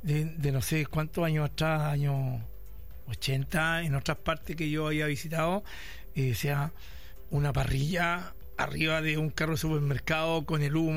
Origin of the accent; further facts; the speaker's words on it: Antofagasta, Chile; now in Quilpué, Chile; soy futbolero, sí, de Antofagastita.